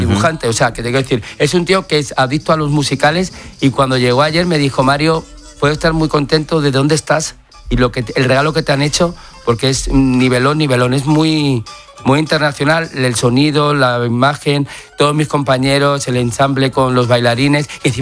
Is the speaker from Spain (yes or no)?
yes; Madrid, Community of Madrid, Spain; cuando soy imagen de mi ciudad, soy madrileño. Madrid no entiende de política, soy madrileño